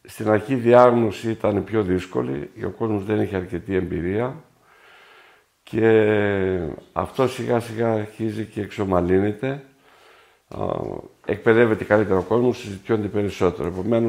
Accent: Metsovo, Epirus, Greece; Δεν είπα το πιο σημαντικό, ότι η καταγωγή μου είναι από το Μέτσοβο, είμαι βλάχος.

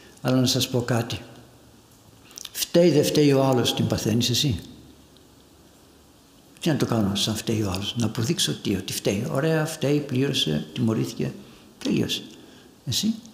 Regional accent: Larisa, Thessaly, Greece; born there; Εγώ γεννήθηκα στη Λάρισα, πάω στρατιώτης στον Εύρο, γνωρίζω μια κοπέλα, την παντρεύουμε.

